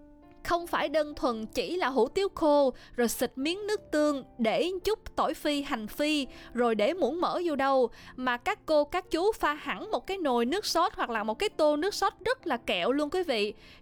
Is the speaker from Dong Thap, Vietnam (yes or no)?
yes; Sa Dec, Dong Thap, Vietnam; now in Ho Chi Minh City, Vietnam; Vẫn là niềm tự hào của quê hương mình thưa quý vị, hủ tiếu sa đéc.